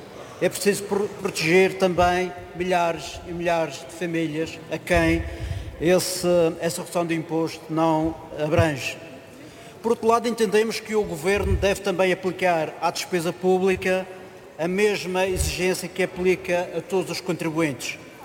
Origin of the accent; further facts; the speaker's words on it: Portugal; como português residente numa ilha, tenho que confrontar o Sr. Primeiro-Ministro.